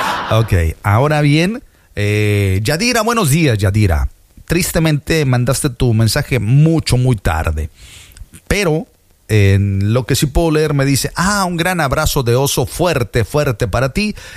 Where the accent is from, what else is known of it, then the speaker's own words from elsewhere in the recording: Veracruz, Mexico; yo soy de oro, y yo soy jarocho.